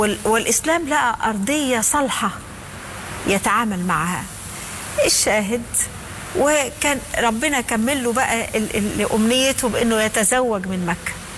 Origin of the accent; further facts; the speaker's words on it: Egypt; احنا دلوقتي في مصر